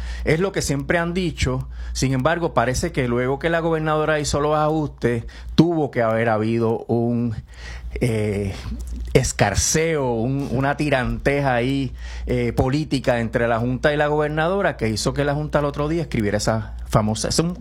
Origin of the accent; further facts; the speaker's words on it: Ponce, Puerto Rico; como dicen en mi pueblo Ponce.